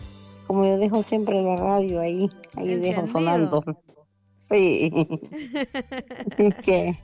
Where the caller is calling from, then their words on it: Honduras; de aquí de Salida al Sur.